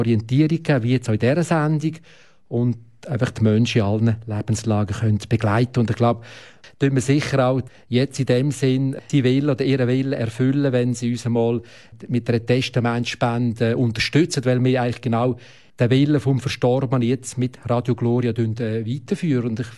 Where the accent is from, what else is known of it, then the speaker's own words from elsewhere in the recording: Switzerland; wir als Schweizer, unsere Gesellschaft, tut für die Zukunft Vorsorge.